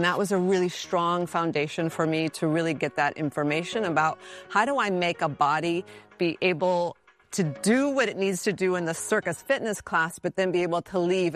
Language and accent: English; San Francisco, California, United States; I grew up in San Francisco and was fortunate enough to have a circus school in my neighborhood.